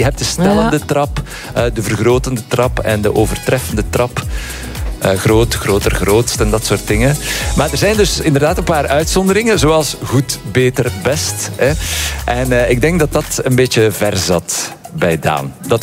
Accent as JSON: {"language": "Dutch", "town": "Knokke", "region": "Flanders", "country": "Belgium", "tie": "born there", "said": "Knokke, mijn geboorteplaats. Niet lang gewoond, maar toch genoeg om een leven lang de zee toch een speciale plek in mijn hart toe te kennen."}